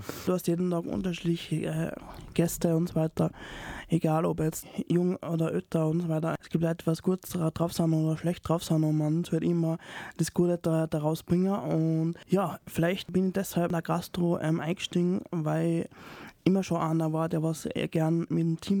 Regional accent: Salzburg, Austria; Ich bin in Salzburg Liefering aufgewachsen, habe die Vorschule und die erste Klasse in Liefering bestritten.

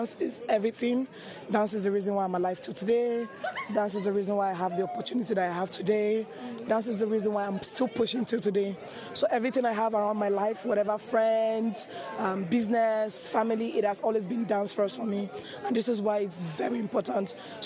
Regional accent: Nigeria; English is a second language; I am originally from Nigeria. Born and raised, you know, Niger to the world.

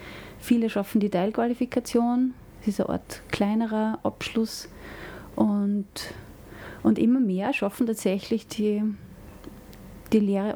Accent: Ebensee, Upper Austria, Austria; Ich bin aus Ebensee, ich bin aus der Gegend.

